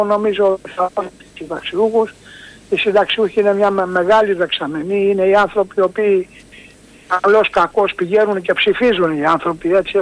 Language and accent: Greek; Corfu, Ionian Islands, Greece; Εγώ που είμαι από την Κέρκυρα